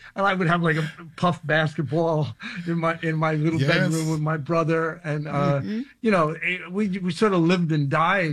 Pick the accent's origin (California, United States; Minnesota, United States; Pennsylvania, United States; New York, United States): New York, United States; Queens; Well, actually, I was born in Brooklyn, but I grew up in Hollis and Queens. Then I moved to Rosedale.